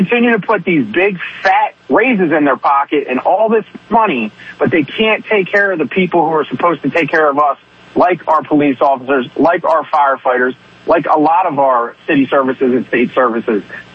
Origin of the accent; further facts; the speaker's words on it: Baltimore, Maryland, United States; I mean, to me, you know, I grew up in Baltimore City, and I know the issues at hand, and, you know, it's vast.